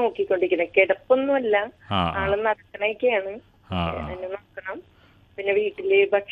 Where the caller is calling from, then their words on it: Kochi, Kerala, India; കടവന്ത്രന്നാ വിളിക്കുന്ന